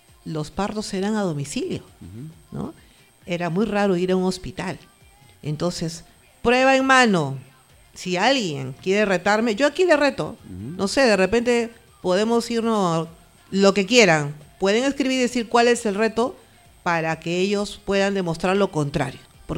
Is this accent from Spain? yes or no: no; Lima, Peru; Tengo el orgullo de decir que vengo del Colegio Santa María de Lurín.